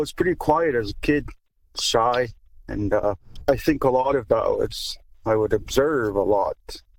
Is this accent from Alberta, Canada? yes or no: yes; Alberta, Canada; I'm from the Blood Tribe, and I come from Small Blankets or Small Robes clan. I'm not fluent, but I know some Blackfoot.